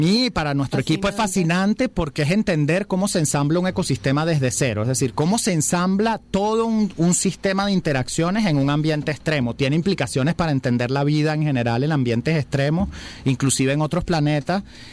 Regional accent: Venezuela; la mayoría de los venezolanos que visitamos las zonas de alta montaña lo hacemos como turistas.

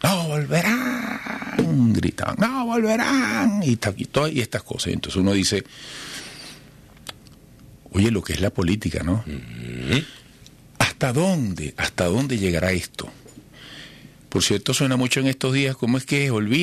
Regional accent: Venezuela; seguimos como venezolanos

